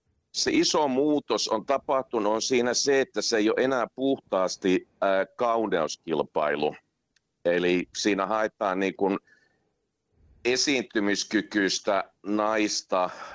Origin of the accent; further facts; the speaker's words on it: Jyväskylä, Central Finland, Finland; Mä Jyväskylästä kotoisin